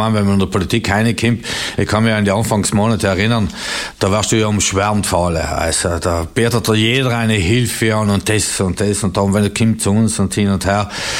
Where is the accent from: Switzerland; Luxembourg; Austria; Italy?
Italy; Trentino-Alto Adige